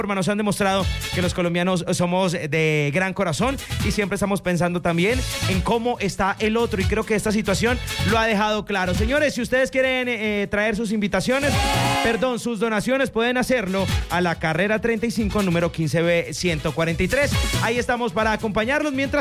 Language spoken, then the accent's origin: Spanish; Colombia; somos seres humanos, somos hermanos, somos colombianos.